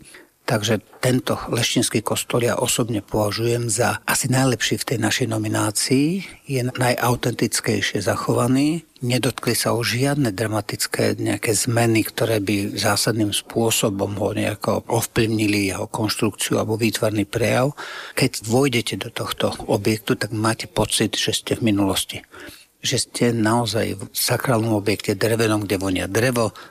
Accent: Istebné, Žilina Region, Slovakia; Ja som z Oravy, z Istebného, kde je artikulárny kostol

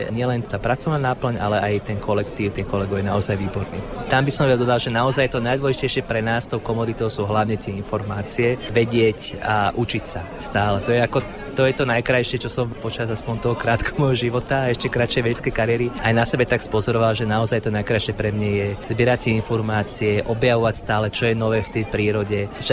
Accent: Trnava, Trnava Region, Slovakia; v mojom rodnom meste v Trnave.

